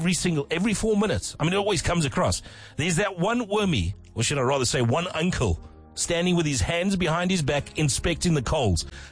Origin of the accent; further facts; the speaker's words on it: South Africa; We're South African.